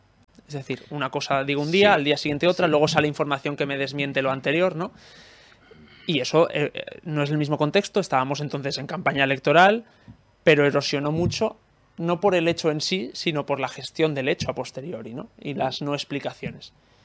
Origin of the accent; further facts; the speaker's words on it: Spain; y nosotros somos los españoles